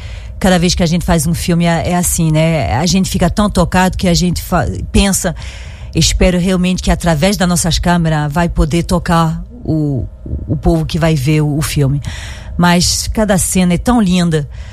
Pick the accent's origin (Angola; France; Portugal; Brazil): France; accent: French; Portuguese is a second language; Sim, eu falo com sotaque francês, desculpa.